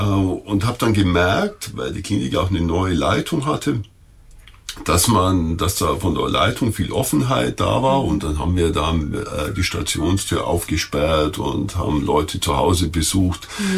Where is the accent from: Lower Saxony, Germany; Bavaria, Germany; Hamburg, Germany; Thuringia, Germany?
Bavaria, Germany; Augsburg; born there; moved away as an adult; also born or lived in Munich / Kaufbeuren / London / Heidenheim an der Brenz; now in Bremen, Germany; ich bin in Augsburg geboren, habe dann nach dem Medizinstudium in München erstmal im Bayerischen Allgäu gearbeitet.